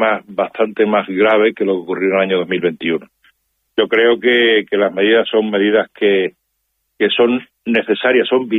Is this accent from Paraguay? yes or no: no; Spain; nuestros derechos como ciudadanos españoles y europeos que somos, aunque estemos viviendo en África, pero somos europeos de pleno derecho